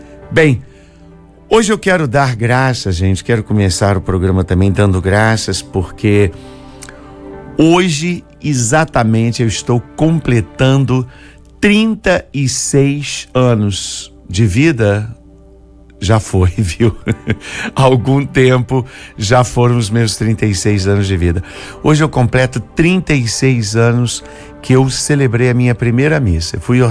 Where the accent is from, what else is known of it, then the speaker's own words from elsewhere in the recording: Juiz de Fora, Minas Gerais, Brazil; now in Rio de Janeiro, Brazil; em Juiz de Fora, minha terra natal. Então dou graças, porque daqui a pouquinho, né, daqui a 2 horas e meia, eu estarei então completando 36 anos